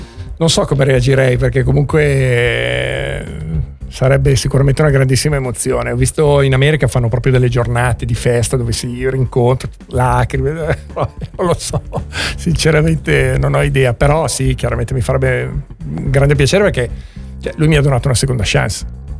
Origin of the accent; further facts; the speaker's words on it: Genoa, Liguria, Italy; io volevo dargli un nome ed essendo genovese l'ho chiamato Pesto